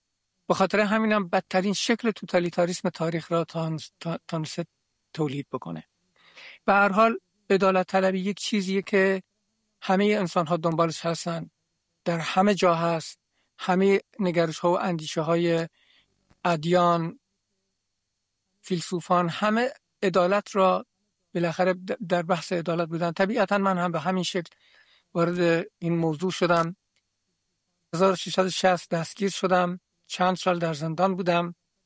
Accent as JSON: {"language": "Persian", "region": "Kermanshah", "country": "Iran", "tie": "born or raised there", "said": "در شهرستان کرمانشاه به دنیا آمدم، در همونجا درس خواندم، دیپلمم رو در همون شهر گرفتم."}